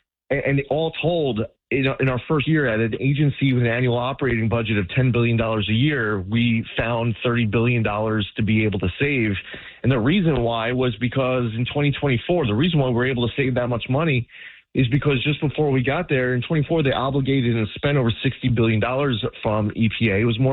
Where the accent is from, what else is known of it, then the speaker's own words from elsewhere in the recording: New York, United States; It's just as sad as a New Yorker.